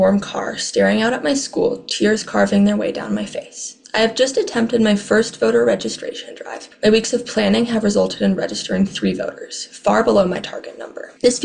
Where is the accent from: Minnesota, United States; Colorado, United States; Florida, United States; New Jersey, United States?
Colorado, United States; also born or lived in Vancouver, Canada; I was born in Vancouver, Canada. My parents and I moved to the U.S. when I was about 2 years old. So I'm actually a lawful permanent resident. I am not a U.S. citizen. It's really interesting for me, especially because I've grown up here. I've lived in Colorado my whole life.